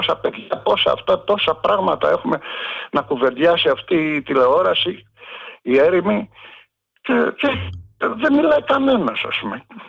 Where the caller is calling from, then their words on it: Central Greece, Greece; από την Εύβοια σε περνώ.